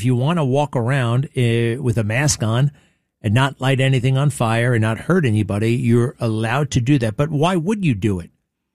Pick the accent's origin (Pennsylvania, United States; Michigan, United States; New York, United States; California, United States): New York, United States; New York City; I'm a New Yorker.